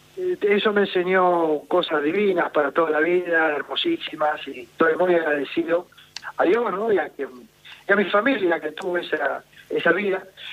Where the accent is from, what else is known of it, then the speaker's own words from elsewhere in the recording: Buenos Aires, Argentina; also born or lived in Córdoba; Sí, yo nací en Córdoba, pero me vine a Buenos Aires con un año y medio.